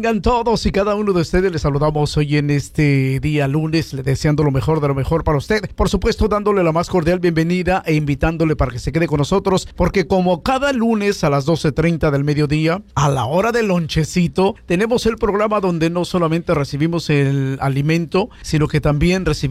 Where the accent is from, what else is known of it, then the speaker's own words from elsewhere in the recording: Mexico; moved away; Decimos en México